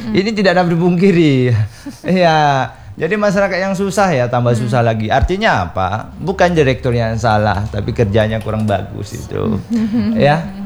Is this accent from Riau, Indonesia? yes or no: yes; Riau, Indonesia